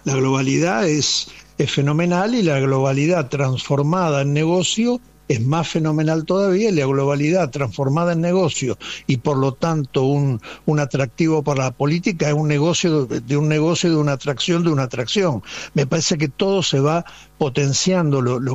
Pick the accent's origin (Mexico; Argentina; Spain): Argentina